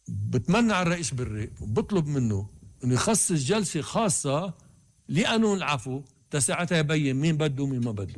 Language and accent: Arabic; Lebanon; نحن كلبنانيين